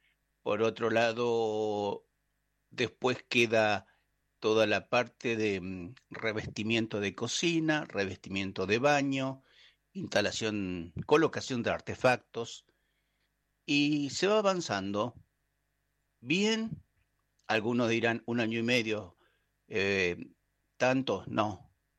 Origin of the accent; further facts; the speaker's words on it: Cipolletti, Río Negro, Argentina; maestro mayor de obra, nacido y criado en Cipolletti.